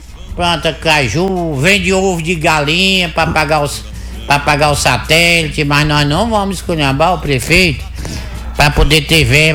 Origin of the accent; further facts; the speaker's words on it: Tanquinho, Ceará, Brazil; moved away; nasci no Tanquinho, no Ceará.